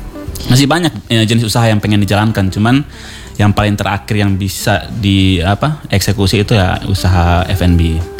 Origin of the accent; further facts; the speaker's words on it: Kupang, East Nusa Tenggara, Indonesia; Ya kalau kita orang Kupang, kalau Pu itu kepunyaan.